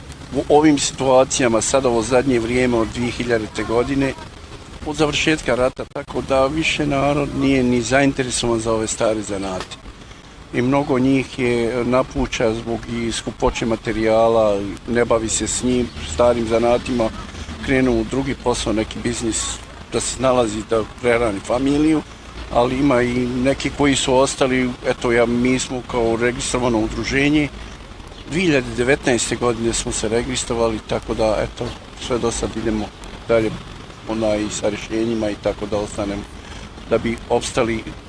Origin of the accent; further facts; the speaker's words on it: Kakanj, Federation of Bosnia and Herzegovina, Bosnia & Herzegovina; dolazim iz Kaknja.